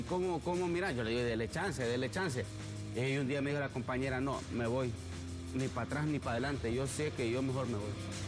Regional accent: La Libertad, Comayagua, Honduras; mi pueblo, La Libertad, Comayagua.

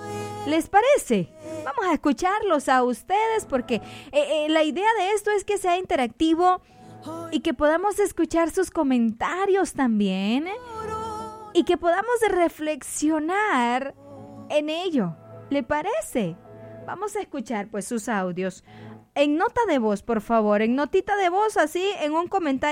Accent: Yauyupe, El Paraíso, Honduras; el pueblo más bonito de Honduras, Yauyupe. Sí, es que de ahí soy yo.

